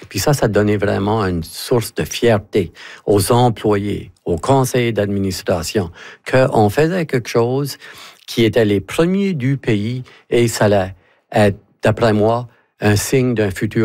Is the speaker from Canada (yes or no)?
yes; Acadia, Canada; tout le monde sait qu'on est Acadien.